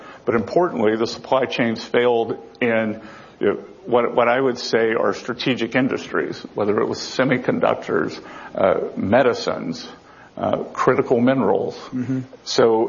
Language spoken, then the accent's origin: English; Charleston, South Carolina, United States; My hometown in Charleston, Boeing is, it's where they build the Dreamliner.